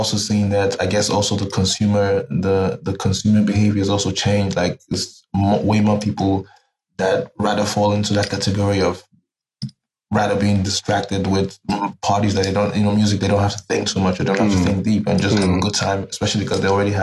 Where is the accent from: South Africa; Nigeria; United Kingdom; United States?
Nigeria; Lagos; English is a second language; also born or lived in Abuja; now in Germany; I was born in Lagos, Nigeria, but my family is from the east part of Nigeria. So the east, southeast, Imo states. I'm Igbo from tribe. Mm-hmm. But I was born in Lagos. I grew up partly in Lagos.